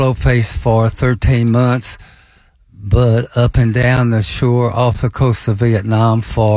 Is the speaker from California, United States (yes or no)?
no; Lampasas, Texas, United States; I live and born and raised in Lampasas, Texas.